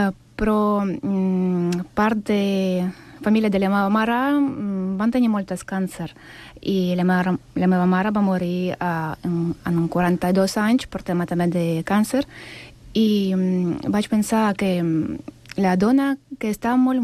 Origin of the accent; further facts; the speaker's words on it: Sant Cugat del Vallès, Catalonia, Spain; Soc de Sant Cugat, però a cada setmana vaig a Vilafranca de Penedès perquè els senseis són meravellosos.